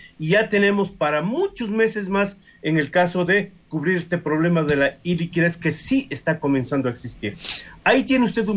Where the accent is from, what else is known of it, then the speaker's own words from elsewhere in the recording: Ecuador; somos ecuatorianos